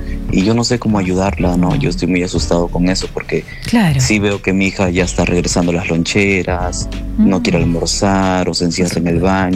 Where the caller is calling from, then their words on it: Lima, Peru; De Chorrillos